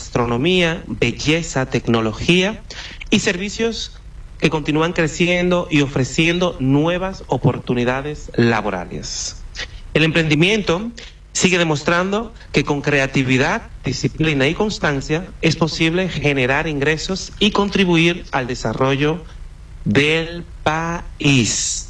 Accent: Dominican Republic; Como dominicanos muchas veces nos vamos a otros países como Colombia, que es bastante asequible a la hora de gastar dinero

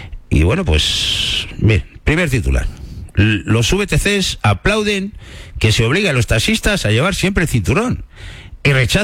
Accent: Madrid, Community of Madrid, Spain; yo soy madrileño.

